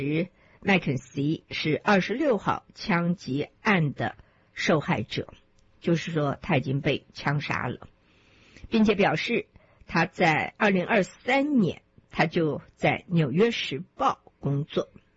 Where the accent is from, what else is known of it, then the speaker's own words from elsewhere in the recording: China; 我们也知道在美国呢， 他们有很多的观念跟我们的中国人不一样。